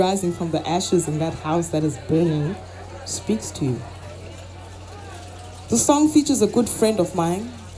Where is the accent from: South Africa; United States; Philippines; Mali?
South Africa; first language Zulu; English is a second language; The next song is called … which in isiZulu, my mother tongue, means the house has burned down or it's burning.